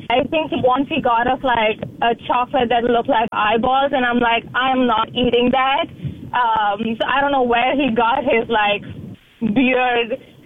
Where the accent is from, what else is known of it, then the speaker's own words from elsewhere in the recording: India; I grew up in India before moving here